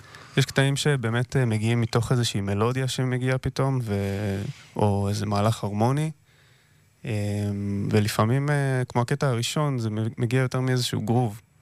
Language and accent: Hebrew; Kiryat Ata, Haifa District, Israel; אני גם גדלתי פה בישראל